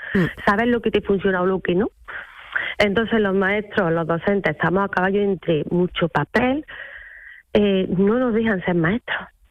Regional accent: Fernán Núñez, Andalusia, Spain; Pues mira, yo soy de un pueblo de la campiña cordobesa, concretamente soy de Fernán Núñez.

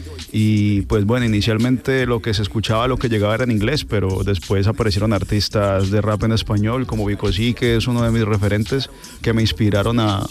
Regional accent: Cali, Valle del Cauca, Colombia; Yo soy caleño, de Cali, Colombia.

